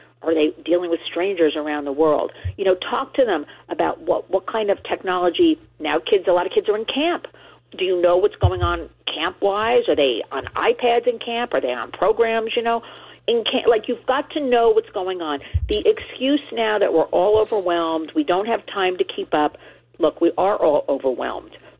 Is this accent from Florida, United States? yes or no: no; New Jersey, United States; New Jersey. Everybody, my home state, proud to say.